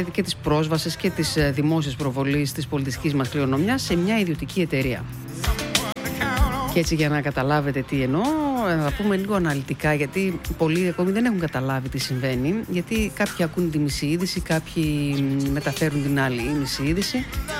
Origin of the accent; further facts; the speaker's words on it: Greece; σαν Έλληνες αντιδράμε και συζητάμε πάνω σε αυτά.